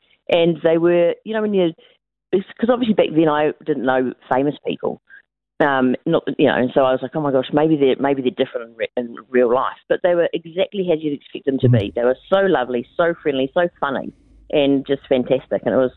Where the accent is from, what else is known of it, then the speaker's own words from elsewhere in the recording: Wellington, New Zealand; I remember I used to watch … when I was growing up in Miramar in Wellington